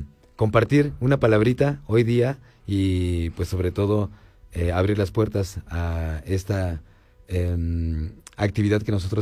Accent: Pachuca, Hidalgo, Mexico; also born or lived in Tula / Real del Monte; Pues yo nací en la ciudad de Tula, y aunque he nacido allá, toda mi vida he estado acá en Pachuca, y pues parte de ya mi juventud y entrada a mi edad actual, en Real del Monte, que es donde estudié.

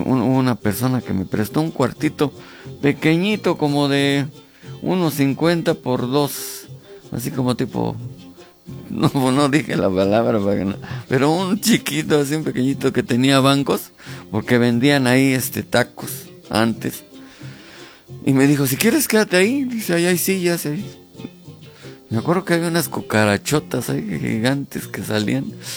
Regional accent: Zimapán, Hidalgo, Mexico; moved away; also born or lived in Tizayuca; yo soy de aquí, de Zimapán. Y efectivamente ya se me olvidó regresar a Tizayuca y ya me quedé

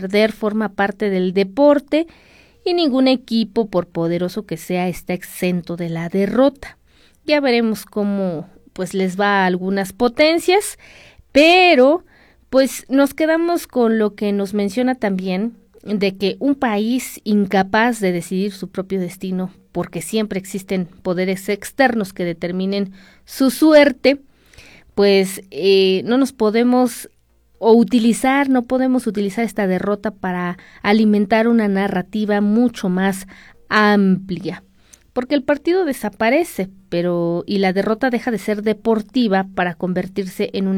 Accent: Mexico

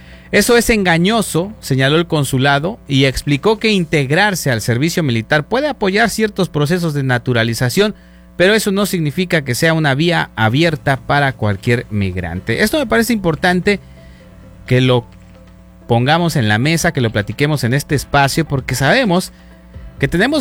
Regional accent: Mexico; en el sur de nuestro país

